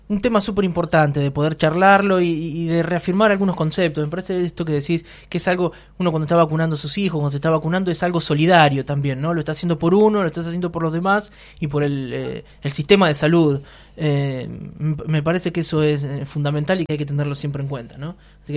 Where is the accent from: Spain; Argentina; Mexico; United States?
Argentina; born there